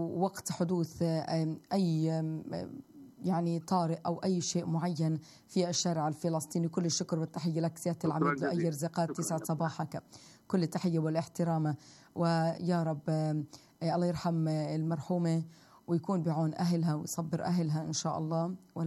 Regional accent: Palestine; كفلسطينيين

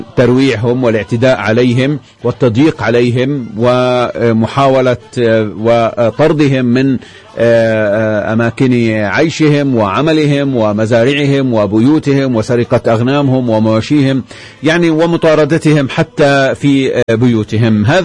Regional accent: Palestine; إحنا كفلسطينيين

